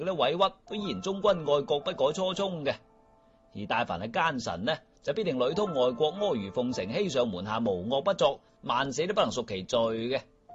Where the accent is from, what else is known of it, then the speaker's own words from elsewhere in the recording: China; 我发现我哋中国人自古以嚟咧，对于朝廷嘅大臣啊